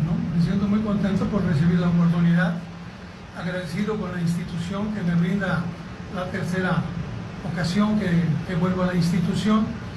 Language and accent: Spanish; Tampico, Tamaulipas, Mexico; now in Monterrey, Mexico; prácticamente yo ya soy más regiomontano, soy tampiquense, pero hoy ya me considero regio, literalmente, ¿no? Por los años que llevo viviendo ya en la localidad.